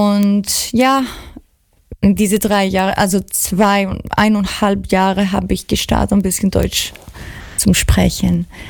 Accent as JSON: {"language": "German", "country": "Greece", "also_born_or_lived": "Cologne, Germany / Spain", "second_language": "German", "moved": "yes", "lives_now": "Germany", "said": "ich komme aus Griechenland und ich bin Sängerin."}